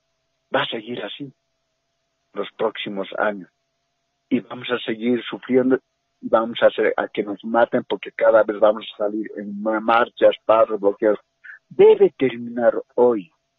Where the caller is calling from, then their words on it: La Paz, Bolivia; Estoy llamando desde la ciudad de La Paz